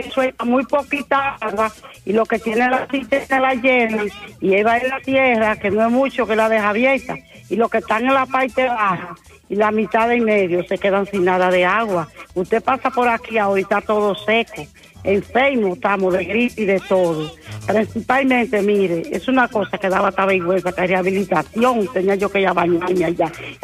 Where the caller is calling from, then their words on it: Espaillat, Dominican Republic; Soy aquí de Boca.